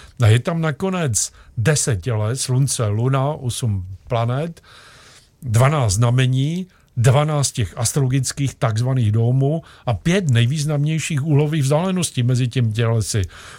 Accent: Ostrava, Moravian-Silesian Region, Czechia; also born or lived in Opava; Narodil jsem se v Opavě, ale vyrůstal v Ostravě

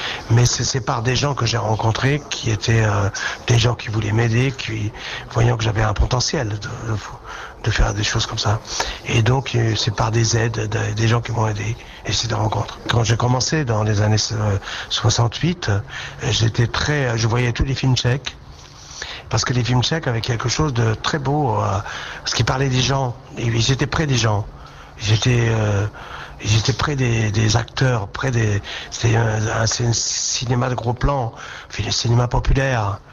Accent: France; je suis français, j'habite en France

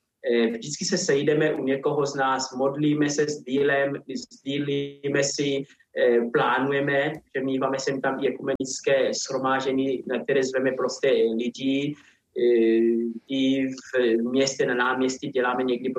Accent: Angola; Czech is a second language; moved away as an adult; now in Czech Republic; pořád se cítím zároveň i jako Angolán a Česko beru jako svůj druhý domov.

